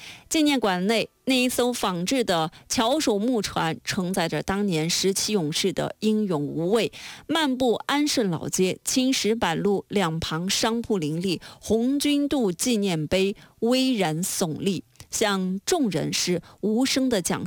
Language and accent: Chinese; Ya'an, Sichuan, China; 中国的历史，作为中国人我们都应该知道